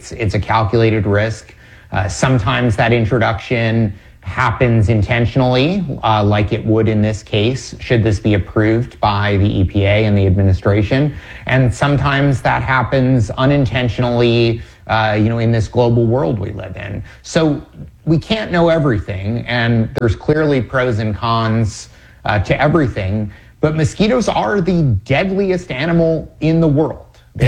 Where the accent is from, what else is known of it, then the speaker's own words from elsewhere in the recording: California, United States; now in Charleston, South Carolina, United States; Originally from California, but yeah. I'm in sunny Charleston, South Carolina.